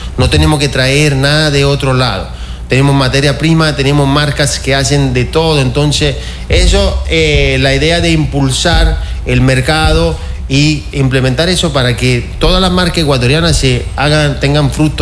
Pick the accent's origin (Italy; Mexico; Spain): Italy; now in Santo Domingo, Ecuador; Bueno, yo soy de Italia